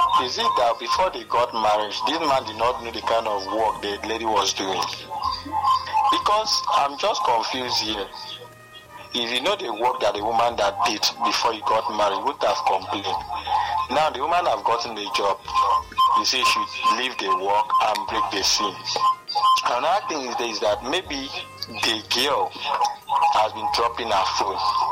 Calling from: Calabar, Cross River, Nigeria; I'm calling from Calabar.

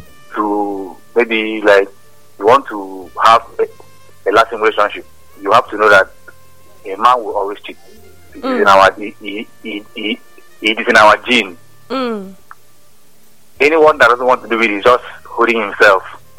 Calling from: Calabar, Cross River, Nigeria; I'm coming from Calabar.

